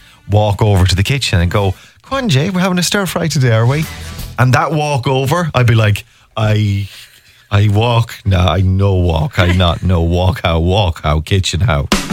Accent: Connacht, Ireland; in the context of I'm from Mayo and we've got the game.

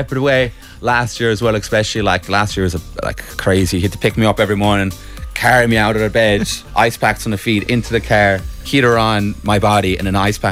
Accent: Kerry, Munster, Ireland; I'm from Kerry.

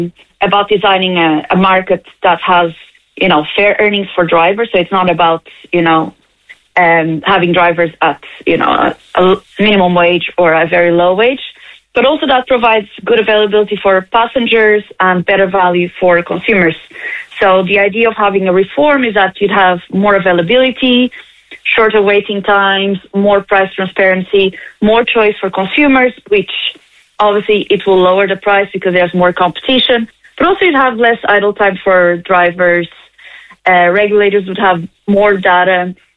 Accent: Lisbon, Portugal; now in Dublin, Ireland; So I am from Lisbon, which is why I know the market well.

